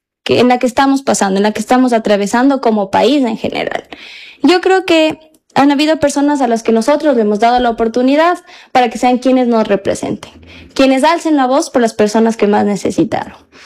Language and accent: Spanish; San Miguel, Bolívar, Ecuador; also born or lived in San Pablo de Atenas; soy sanmigueleña de nacimiento, tengo 25 años de edad